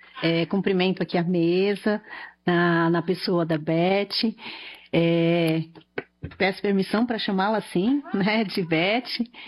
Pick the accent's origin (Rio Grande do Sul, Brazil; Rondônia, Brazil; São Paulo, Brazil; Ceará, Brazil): São Paulo, Brazil; Eu sou da região de Emboimirim